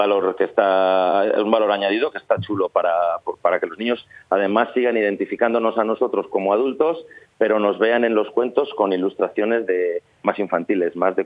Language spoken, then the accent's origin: Spanish; Valladolid, Castile and León, Spain; nosotros, que estamos un poquito más abajo, que somos de Valladolid.